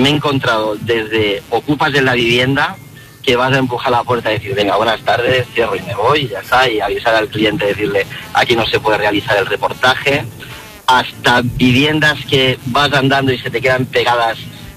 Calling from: Guardamar del Segura, Valencian Community, Spain; yo trabajo en la zona de Alicante, yo vivo en Alicante, vivo en Guardamar del Segura

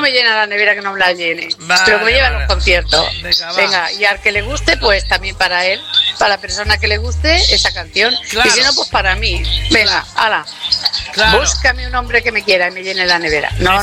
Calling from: Sabadell, Catalonia, Spain; de Sabadell otra vez.

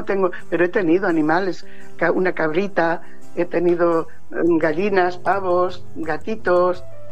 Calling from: Mojácar, Andalusia, Spain; llamo desde Mojácar.

